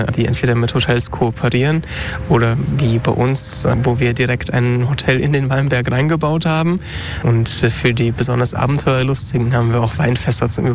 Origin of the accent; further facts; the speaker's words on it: Volkach, Bavaria, Germany; Und bei uns in Volkach an der Mainschleife und dieser Region, so im Umkreis von Kitzingen, 10, 15 Kilometer, ist natürlich auch die Region, die sämtliche Hitzerekorde in Deutschland aufstellt.